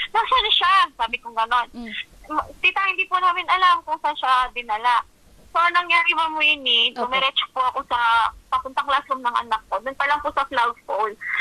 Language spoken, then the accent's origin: Tagalog; Central Luzon, Philippines; moved away; Kasi tubong Pampanga po talaga kami. Kapampangan po kami. Purong Kapampangan. Taga-Pampanga po kami.